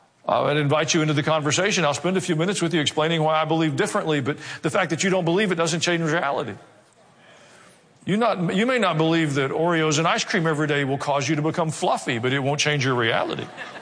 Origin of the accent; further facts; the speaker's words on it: Kansas City, Missouri, United States; born there; I was born in Kansas City, Missouri.